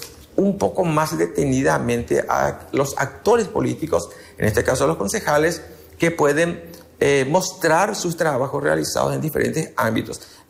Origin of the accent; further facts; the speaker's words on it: Asunción, Paraguay; Yo soy de Loma Putá. Nosotros estamos en el límite de Asunción con Roque Alonso. Somos la puerta de entrada a Asunción.